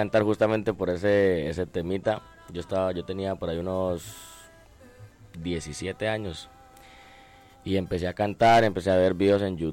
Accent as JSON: {"language": "Spanish", "town": "Guamal", "country": "Colombia", "tie": "born or raised there", "also_born_or_lived": "Santander", "moved": "as an adult", "lives_now": "Bogotá, Colombia", "said": "soy nacido en Santander, pero me crié toda la vida pues en Guamal. Viví 17 años en Guamal"}